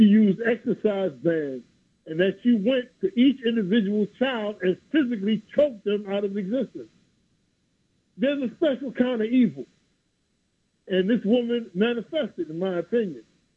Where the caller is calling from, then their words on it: Queens, New York, United States; from Jamaica, Queens.